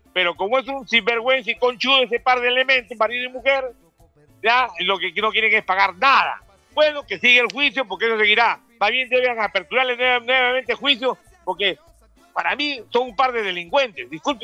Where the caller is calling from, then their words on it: Chimbote, Ancash, Peru; acá yo desde Chimbote voy a denunciar públicamente.